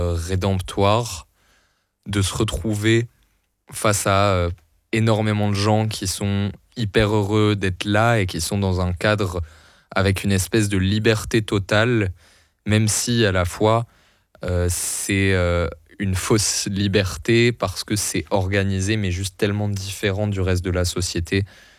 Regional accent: Brussels, Brussels-Capital Region, Belgium; nous, en tant que Bruxellois

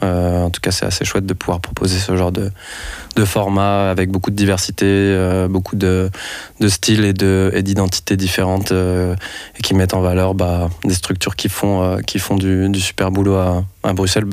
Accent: Lyon, Auvergne-Rhône-Alpes, France; moved away as an adult; now in Brussels, Belgium; moi, je suis français, je suis d'origine, je viens de Lyon.

